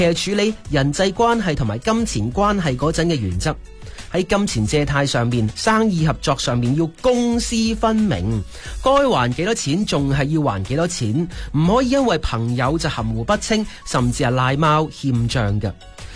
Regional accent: Guangdong, China; 我们广东人

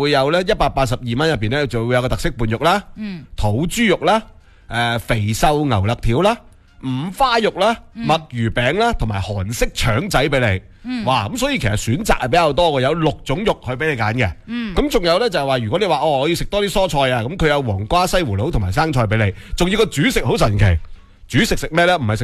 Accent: Foshan, Guangdong, China; 系对于我哋佛山人嚟讲咧，都系一啲咧新嘅呢、這个。

